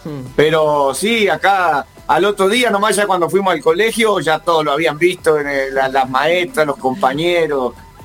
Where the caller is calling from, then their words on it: Santa Rosa, La Pampa, Argentina; Yo estoy en Santa Rosa, La Pampa.